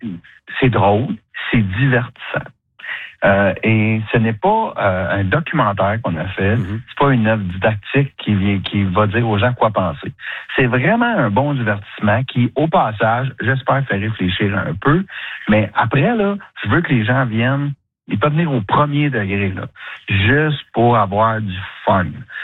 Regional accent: Drummondville, Quebec, Canada; moi, je viens de Drummondville, je l'ai dit, là. C'est pas très loin de Québec.

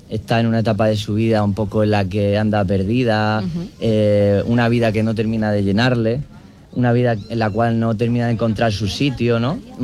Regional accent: Aguadulce, Andalusia, Spain; vi que había una editorial de Almería, en concreto de Agua Dulce. Yo soy de Agua Dulce, además.

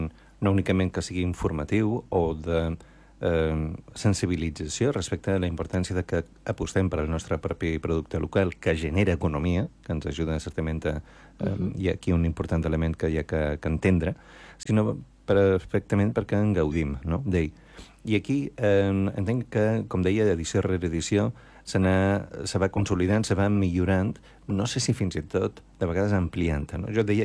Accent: Menorca, Balearic Islands, Spain; com a menorquins i menorquines

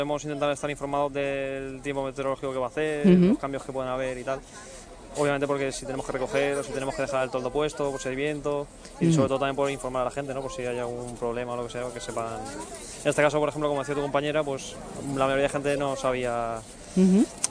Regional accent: Alicante, Valencian Community, Spain; como somos alicantinos de aquí, estamos acostumbrados al calor

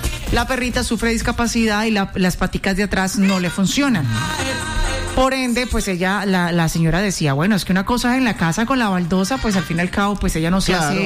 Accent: Cali, Valle del Cauca, Colombia; a mí me duele mi Cali, soy de aquí de Cali.

